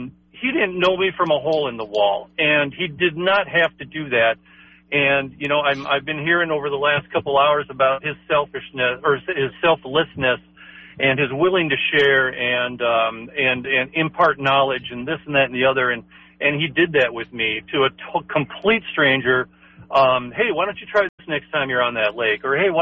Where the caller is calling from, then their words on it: Knife River, Minnesota, United States; where are you from? You know, and I said, well, Knife River.